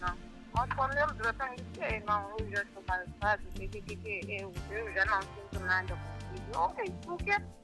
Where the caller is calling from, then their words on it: Nampula, Mozambique; eu sou de Nampula